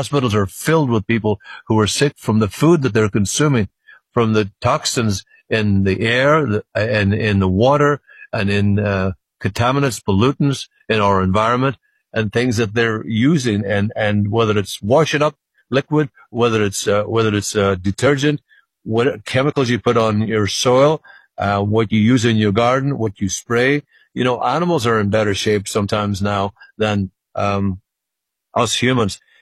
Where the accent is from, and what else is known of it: Ireland; now in United States